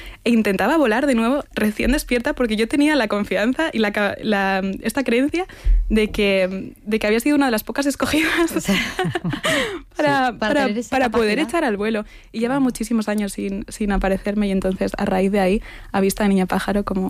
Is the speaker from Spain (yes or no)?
yes; Madrid, Community of Madrid, Spain; Pues el pueblo, claro, he crecido y he vivido y vivo en Madrid, y me gusta mucho Madrid, me parece muy bello